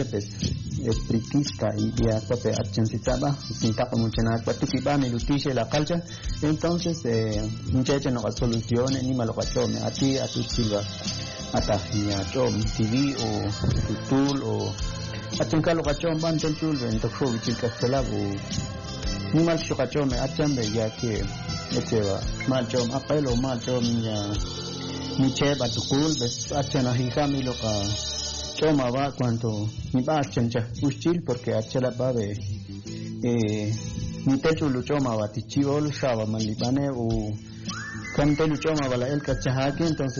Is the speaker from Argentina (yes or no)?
no; Quiché, Guatemala; first language Ixil; En mi dialecto, porque soy Ixil.